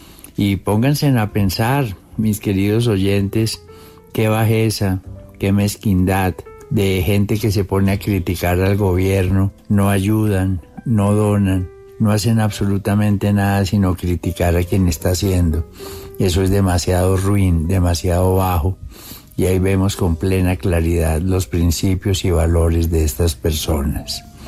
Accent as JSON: {"language": "Spanish", "country": "Colombia", "said": "Ahora nos necesitamos, somos humanos, somos hermanos, todos somos colombianos en este momento."}